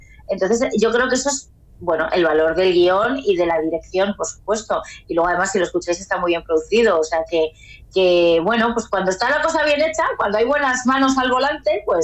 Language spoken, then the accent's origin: Spanish; Castilla-La Mancha, Spain; yo como castellano manchega, pues orgullosa